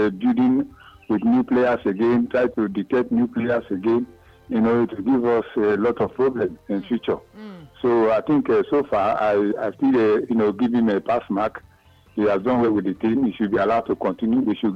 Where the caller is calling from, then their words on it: Warri, Delta, Nigeria; I'm calling from Warri Delta State.